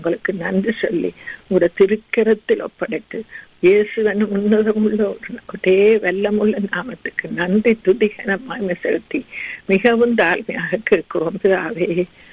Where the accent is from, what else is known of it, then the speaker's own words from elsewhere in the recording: Sri Lanka; moved away; நாங்கள் பிறந்து வளர்ந்த இலங்கை தீவுக்காக வருகிறோம்.